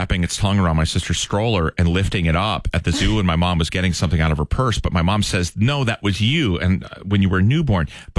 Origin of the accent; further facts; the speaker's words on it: Northeast, United States; I'm from the Northeast